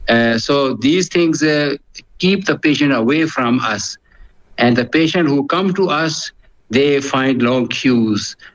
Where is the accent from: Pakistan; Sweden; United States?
Pakistan; English is a second language; now in South Africa